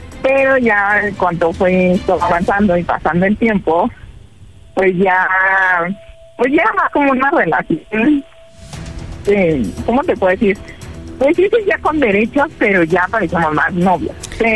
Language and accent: Spanish; Mexico City, Mexico; now in Mérida, Mexico; Tengo 35 años. Yo soy de la Ciudad de México, pero por cuestión de trabajo.